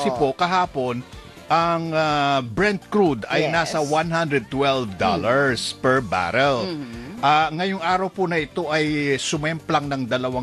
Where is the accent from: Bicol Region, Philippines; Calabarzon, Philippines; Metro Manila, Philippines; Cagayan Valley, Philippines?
Cagayan Valley, Philippines; moved away; idun sa amin sa Isabela.